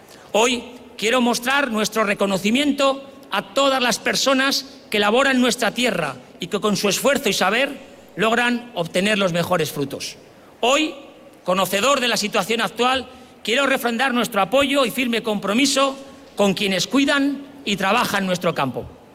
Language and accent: Spanish; La Rioja, Spain; a profundizar en los vínculos afectivos que nos unen a nuestra región y a sentir plenamente todas esas emociones que nos identifican como riojanos